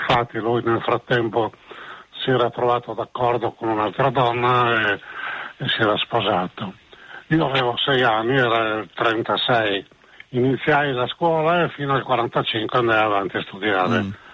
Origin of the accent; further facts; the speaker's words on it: Arzignano, Veneto, Italy; Mio padre era, lui proveniva dalla provincia di Vicenza, dal mio paese e il suo paese Arzignano, nella Val del Chiampo